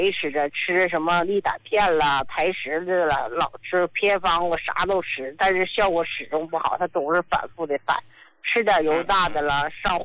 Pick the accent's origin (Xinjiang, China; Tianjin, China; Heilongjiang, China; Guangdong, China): Heilongjiang, China; 胡老师，我是黑龙江的。